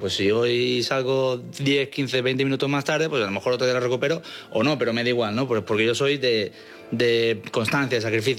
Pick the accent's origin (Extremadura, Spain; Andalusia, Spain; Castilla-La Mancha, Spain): Andalusia, Spain; Málaga; moved away as an adult; Yo soy de Málaga, obviamente, estudié el bachillerato en Málaga. Y cuando me iba a mudar, en el 2002 estamos hablando, estaba o Madrid